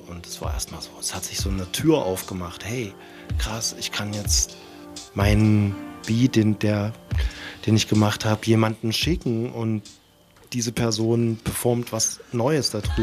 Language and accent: German; Dessau, Saxony-Anhalt, Germany; born or raised there; now in Leipzig, Germany